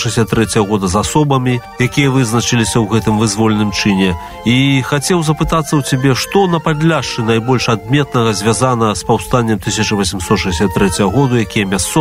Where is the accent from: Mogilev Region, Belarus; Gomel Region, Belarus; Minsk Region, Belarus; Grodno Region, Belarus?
Grodno Region, Belarus; Асоба Валеры Рублевскага вельмі блізкая нам, гарадзенцам, і нам, шучынцам. Я паходжу са Шучынскага району і хачу сказаць, што ў дзяцінстве часта бываў у мясцовасці Жалудок.